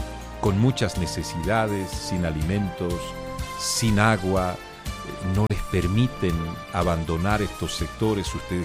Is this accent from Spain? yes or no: no; Bolivia